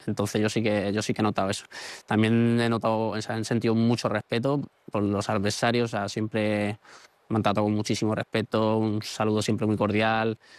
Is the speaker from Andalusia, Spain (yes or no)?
no; Toledo, Castilla-La Mancha, Spain; now in Russia; De hecho, en mi ciudad natal, en Toledo, hay tres entrenadores que entrenaron aquí en Rusia.